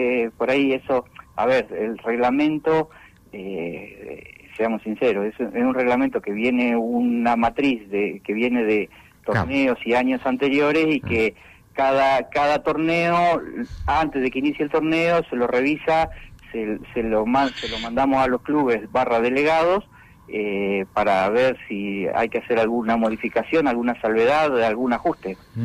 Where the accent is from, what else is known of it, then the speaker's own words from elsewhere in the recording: Trelew, Chubut, Argentina; 3 que somos de acá de Trelew.